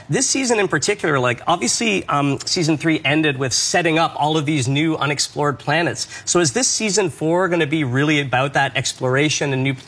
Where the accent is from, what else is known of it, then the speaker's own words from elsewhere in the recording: Canada; So I love that as a Canadian that you're filming.